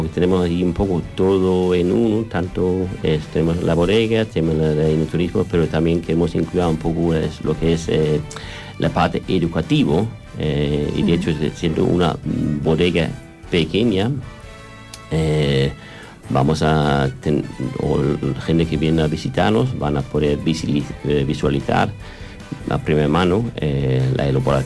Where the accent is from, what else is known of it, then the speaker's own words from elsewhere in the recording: Valencian Community, Spain; Somos de aquí, de la Marina Alta.